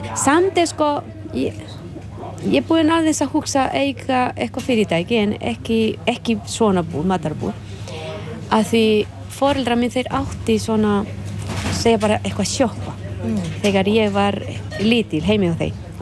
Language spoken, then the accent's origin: Icelandic; Honduras; Icelandic is a second language; moved away as an adult; now in Grenivík, Iceland; og ég kem frá Honduras. Og ég er eigandi Jónsabúð.